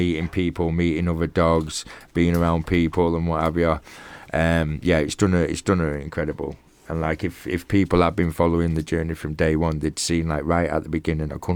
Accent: Manchester, North West England, United Kingdom; moved away as an adult; also born or lived in Cornwall; I'm from Manchester, you can tell by the accent. I'm from Manchester, but Manchester's not good for me. I've lived there all my life, worked there all my life.

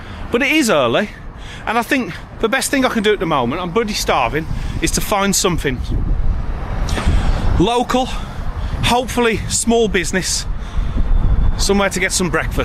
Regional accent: Wolverhampton, West Midlands, United Kingdom; originally, I'm from Wolverhampton.

